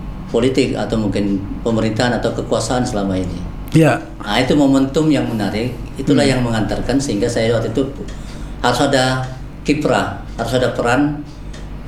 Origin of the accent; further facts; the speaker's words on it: Bintan, Riau Islands, Indonesia; Tanjung Pinang, ke Bintan ya, saya sebenarnya kan dari Bintan kan.